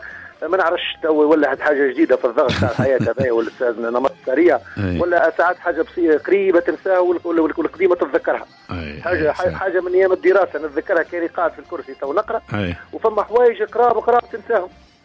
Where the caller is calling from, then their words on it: Kalaa Kebira, Sousse Governorate, Tunisia; من القلعه الكبيره.